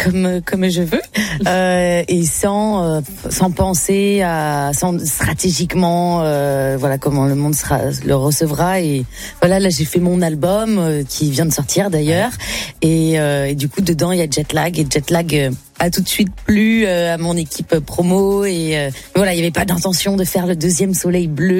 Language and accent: French; Rennes, Brittany, France; Je viens de Rennes.